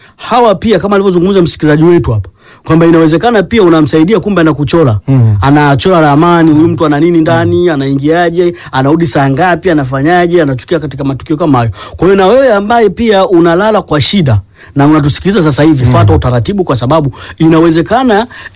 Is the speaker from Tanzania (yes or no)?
yes; Lindi, Tanzania; Mimi nimetoka zangu bana Lindi, lakini nimekuja hapa, mimi sina ndugu.